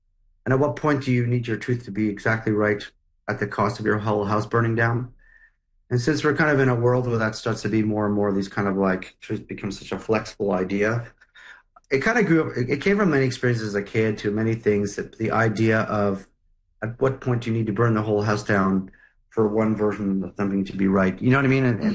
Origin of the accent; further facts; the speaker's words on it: Montreal, Quebec, Canada; I grew up in Montreal, so I grew up being exposed